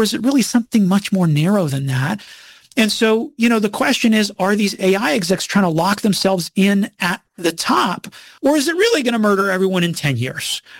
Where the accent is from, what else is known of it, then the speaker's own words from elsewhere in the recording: Peru; I'm from Peru, right?